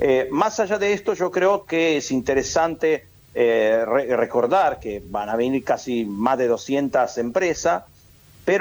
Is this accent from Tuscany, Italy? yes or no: no; Lombardy, Italy; yo soy del lago de Como, así que estoy para allá arriba, casi Suiza.